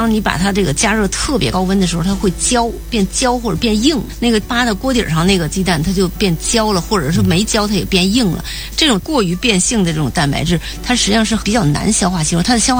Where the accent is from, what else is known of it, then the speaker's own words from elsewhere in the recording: China; 如果我们中国人口味适合的，